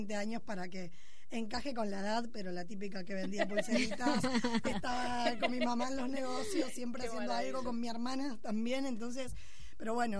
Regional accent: Argentina; moved away as an adult; now in Catalonia, Spain; ahora soy una argentina viviendo en España, en Cataluña, creando una nueva vida que me encanta, y que trae mucha historia.

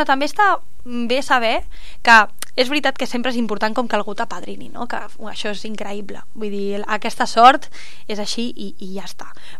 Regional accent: Catalonia, Spain; com a bona catalana que sóc

